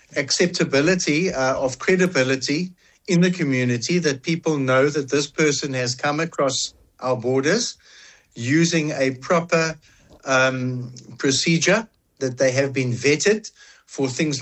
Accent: South Africa

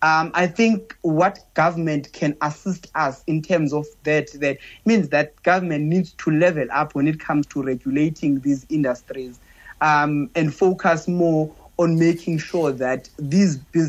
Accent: South Africa

